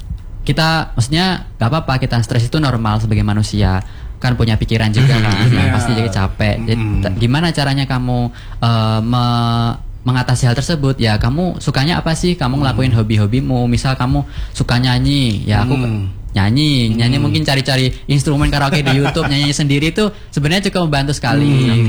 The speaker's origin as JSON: {"language": "Indonesian", "town": "Banyuwangi", "region": "East Java", "country": "Indonesia", "tie": "born there", "first_language": "Javanese", "moved": "yes", "lives_now": "Malang, Indonesia"}